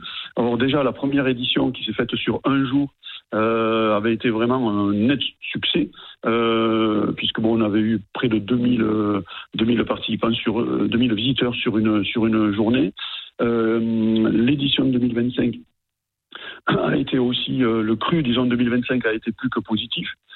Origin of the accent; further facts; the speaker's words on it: Vienne, Auvergne-Rhône-Alpes, France; Je suis natif de Vienne, donc je suis très très sensible à ça.